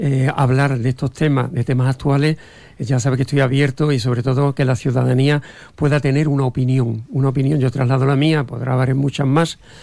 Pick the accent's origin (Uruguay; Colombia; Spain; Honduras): Spain; Ceuta; me siento ceutí